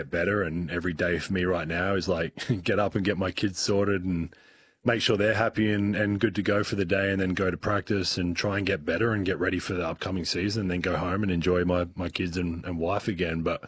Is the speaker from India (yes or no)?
no; Adelaide, South Australia, Australia; Yeah, growing up in Adelaide and playing for the Tigers, like, you just don't, those things never, like, I wanted to play for Australia.